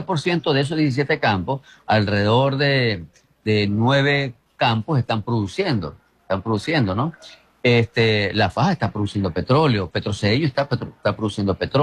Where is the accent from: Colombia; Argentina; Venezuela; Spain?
Venezuela; no solamente a nosotros como venezolanos